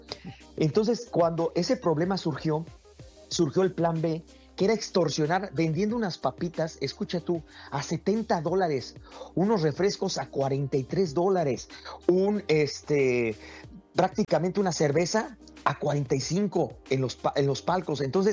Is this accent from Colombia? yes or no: no; Mexico; Venimos mexicanos